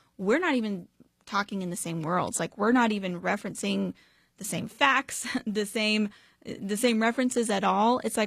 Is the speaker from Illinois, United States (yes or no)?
no; Texas, United States; we talked about something that my home state, Texas, had gone viral for